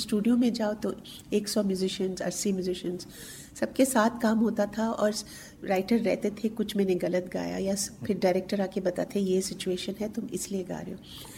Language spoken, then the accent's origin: Hindi; Delhi, India; born there; मैं दिल्ली में पैदा हुई हूँ और बिल्कुल typical south Indian family, Tamilian family में